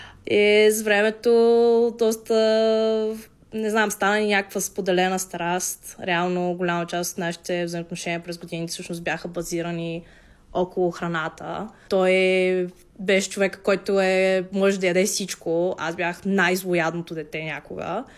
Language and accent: Bulgarian; Vratsa, Vratsa Province, Bulgaria; понеже ние сме от малък град, Враца, там няма как да опиташ нещо, което, дали, не е стандартно българско